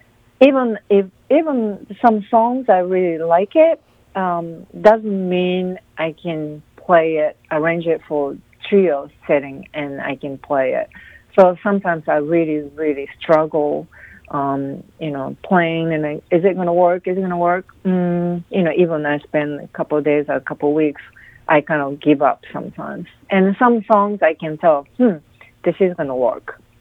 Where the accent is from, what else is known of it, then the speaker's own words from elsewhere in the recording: Japan; Okay. I'm originally from Japan. I started playing piano from 4 years old, and I started, I was playing classical piano very seriously until 19 years old, 20 years old.